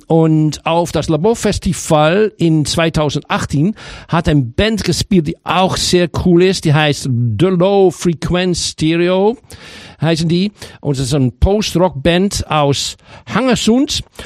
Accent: Amsterdam, North Holland, Netherlands; German is a second language; Ich bin aus Amsterdam und wie bin ich eigentlich?

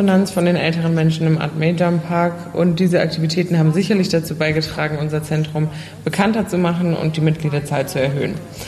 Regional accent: Sarajevo, Federation of Bosnia and Herzegovina, Bosnia & Herzegovina; Ich bin in Sarajevo geboren und lebe immer noch dort.

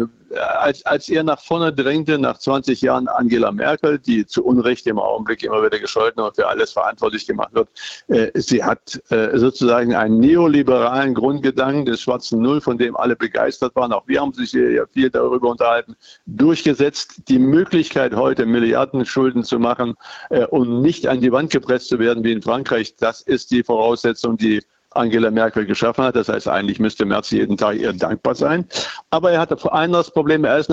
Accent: Erfurt, Thuringia, Germany; Man weiß gar nicht mehr, selbst als Erfurter, wo kann man am besten durch

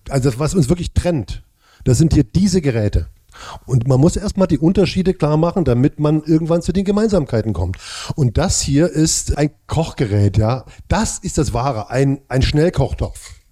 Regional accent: East Germany, Germany; Ich komme aus dem Osten

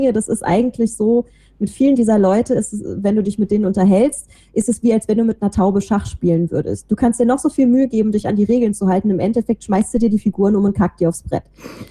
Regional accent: Rhineland, Germany; born or raised there

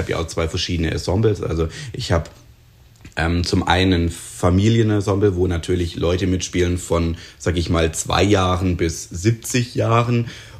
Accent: Triberg, Baden-Württemberg, Germany; konnte erste Erfahrungen sammeln bei den Schwarzwalber-Musicals in Triberg, in meiner Heimatstadt, die ja tatsächlich überregional bekannt waren

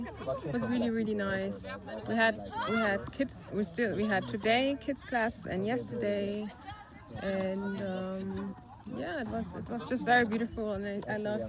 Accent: Southern Germany, Germany; da wo ich herkomme oder wo ich aufgewachsen bin, im Süden von Deutschland, war ich auch immer die Einzige im Tennisclub Schwarze

